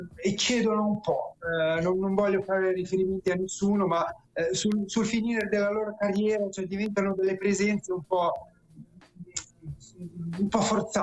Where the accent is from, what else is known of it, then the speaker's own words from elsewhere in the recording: Asti, Piedmont, Italy; dalle mie parti, ma dalle sue parti, nel senso che lui è proprio astigiano di nascita, sì.